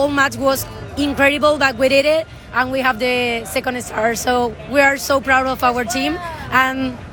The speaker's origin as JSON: {"language": "English", "town": "Malaga", "region": "Andalusia", "country": "Spain", "second_language": "English", "lives_now": "Washington, United States", "said": "I'm from Malaga, but I work right now in D.C."}